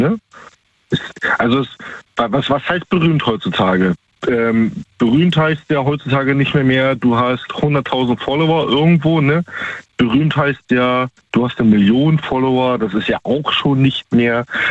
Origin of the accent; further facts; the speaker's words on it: Baltic coast, Germany; Ich bin ursprünglich aus der Ostsee, da oben die Ecke, ne? Arbeite aktuell in Baden-Württemberg.